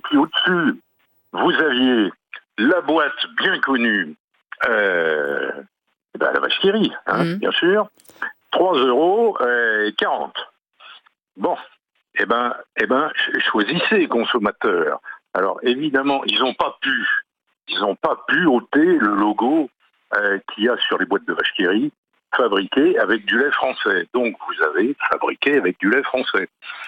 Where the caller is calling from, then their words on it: Avranches, Normandy, France; j'habite la petite ville d'Avranches, sympathique